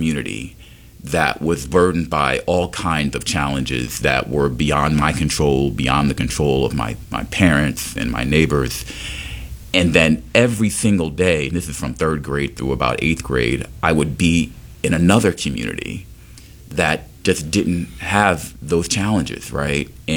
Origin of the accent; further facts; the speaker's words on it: New York City, New York, United States; I grew up actually in South Jamaica, Queens, New York, and I grew up there.